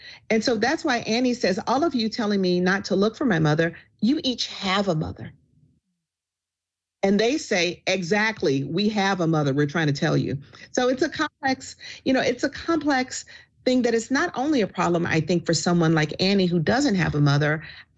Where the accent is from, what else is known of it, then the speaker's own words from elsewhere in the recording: the South, United States; As a Southerner, everyone's always saying, oh, Southern families are such great storytellers.